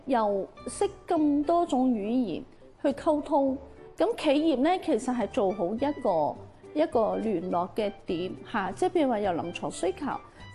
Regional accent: Macau; 回归25周年，身为澳门人，四星产业应该是有责任去向前走一步的。

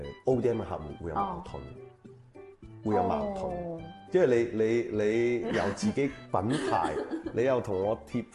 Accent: China; 其實呢句嘢咧係呢個品牌轉到落我哋中國人手上之後

